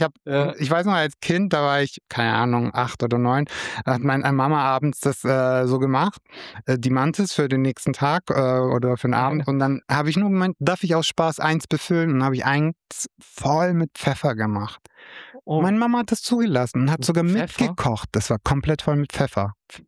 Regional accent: Rotenburg, Germany

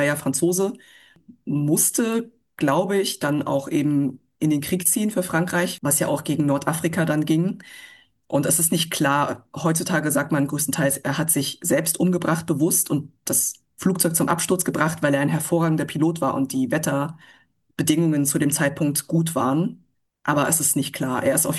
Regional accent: Munich, Bavaria, Germany; da ich in München geboren und aufgewachsen bin

